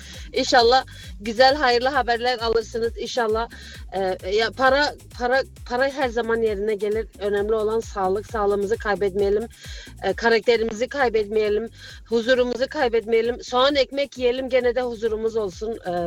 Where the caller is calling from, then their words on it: Frankfurt, Hesse, Germany; ben Frankfurt'tan.